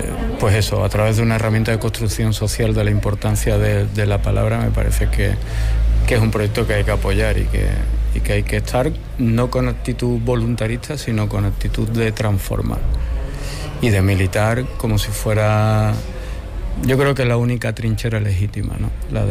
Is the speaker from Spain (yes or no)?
yes; Andalusia, Spain; Y para nosotros como andaluza y como andaluces más